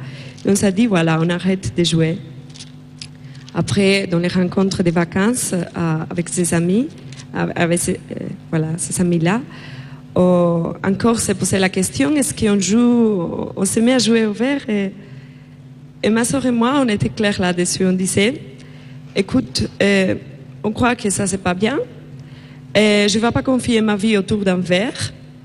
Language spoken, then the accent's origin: French; Spain; moved away; je viens d'Espagne.